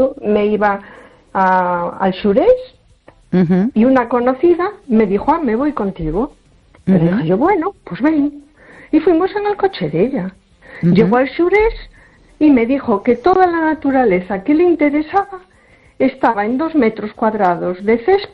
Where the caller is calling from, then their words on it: A Coruña, Galicia, Spain; de Coruña.